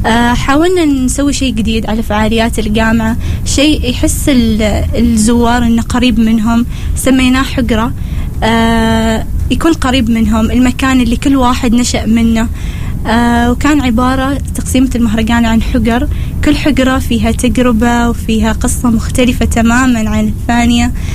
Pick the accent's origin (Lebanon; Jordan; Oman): Oman; حالياً أريد أتعرف أكثر على بيئة العمل عندنا في عمان،